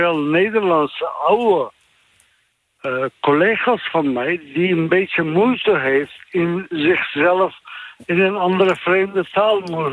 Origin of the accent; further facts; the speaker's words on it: Turkey; Dutch is a second language; now in Netherlands; Nou, de vraag is eigenlijk, ik kom zelf uit Turkije.